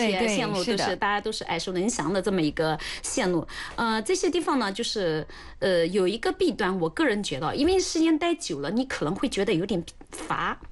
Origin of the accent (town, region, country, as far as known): China